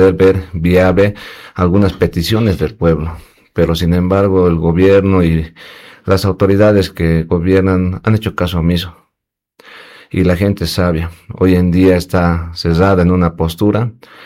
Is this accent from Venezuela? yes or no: no; Bolivia; Si bien nosotros como bolivianos hemos aceptado la nivelación de los carburantes